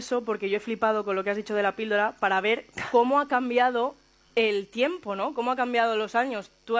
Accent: Castile and León, Spain; yo soy de Castilla y León

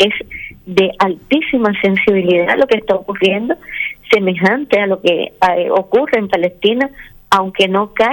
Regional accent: Cuba

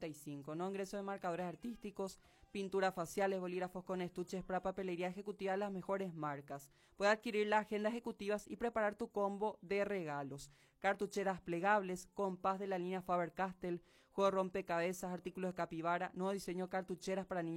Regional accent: Paraguay; No solo me embarga el orgullo de paraguayo

